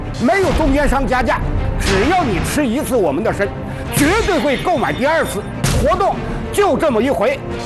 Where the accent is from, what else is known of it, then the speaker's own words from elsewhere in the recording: Northeast China, China; 人参是我们东北一大宝，我们那有句土话说，一两黄金一两货。我们自己挖参也吃参，炖汤煲粥。去过我们东北的都知道，没别的，就吃人参。